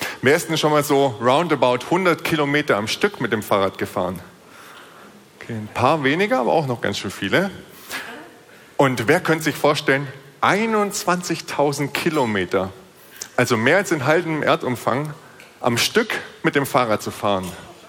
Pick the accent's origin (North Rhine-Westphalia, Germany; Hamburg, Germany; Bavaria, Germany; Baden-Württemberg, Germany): Baden-Württemberg, Germany; moved away; Ich komme aus Baden-Württemberg ursprünglich